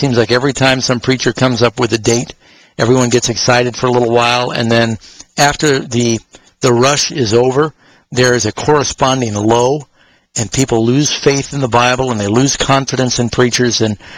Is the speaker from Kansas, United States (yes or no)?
no; New York, United States; now in Sacramento, United States; I grew up in Manhattan, you know.